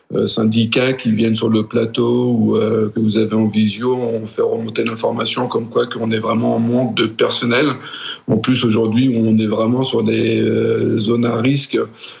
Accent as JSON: {"language": "French", "region": "Centre-Val de Loire", "country": "France", "said": "moi je suis de la région Centre, je suis de la Touraine"}